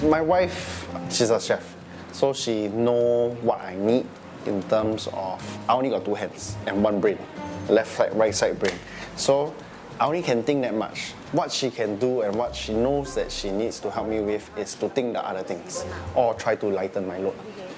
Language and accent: English; Singapore; As a Singaporean, you know, when our friends come, or overseas, or foreigner comes, you always want to show them, hey, I want to show you good food